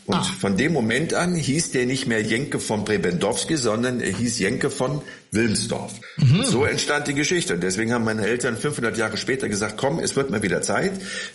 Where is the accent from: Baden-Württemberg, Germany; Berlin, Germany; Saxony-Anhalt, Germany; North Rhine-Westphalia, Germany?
North Rhine-Westphalia, Germany; Bonn; Ich bin in Bonn geboren und habe bis zum 18., 19. Lebensjahr in Bonn gelebt, bin dann auf die Schauspielschule nach Düsseldorf gegangen